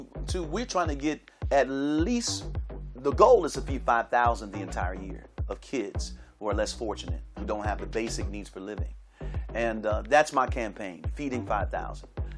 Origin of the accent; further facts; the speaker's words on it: Detroit, Michigan, United States; I'm from Detroit. It's the gospel music mecca.